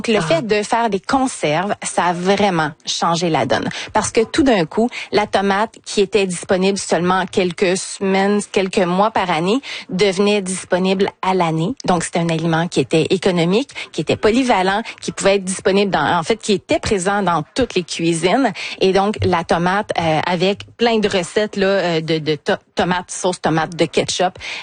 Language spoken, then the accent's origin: French; Canada; vers le nord, vers chez nous au Canada